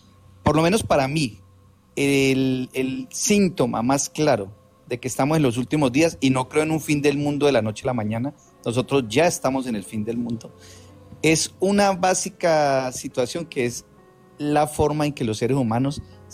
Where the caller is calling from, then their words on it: Cali, Valle del Cauca, Colombia; Yo soy de Cali, uh-huh. Te hablo desde Cali.